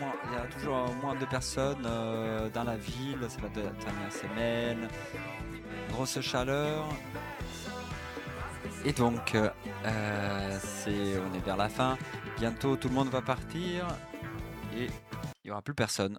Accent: Italy; French is a second language; now in Avignon, France; je suis italien. Des fois, je n'arrive pas à prononcer comme je voudrais les mots en français.

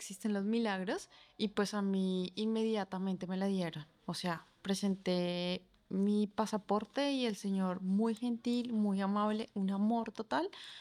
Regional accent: Colombia; now in France; Soy de Colombia.

